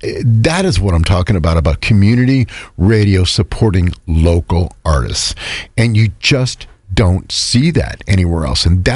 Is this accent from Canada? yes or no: no; Ohio, United States; Growing up in Northeast Ohio and growing up in Ohio in general